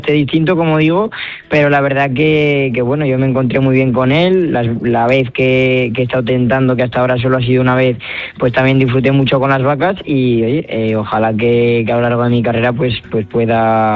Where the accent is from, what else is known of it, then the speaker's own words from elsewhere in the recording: Zaragoza, Aragon, Spain; es Zaragoza y porque es mi tierra, ¿no?